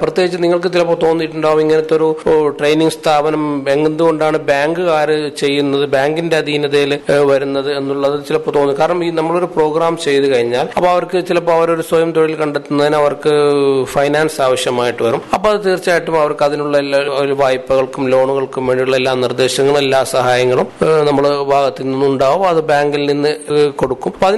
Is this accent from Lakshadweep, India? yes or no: yes; Kalpeni, Lakshadweep, India; moved away as an adult; now in Kavaratti, India; ഞാൻ കൽപ്പേനി സ്വദേശിയാണ്.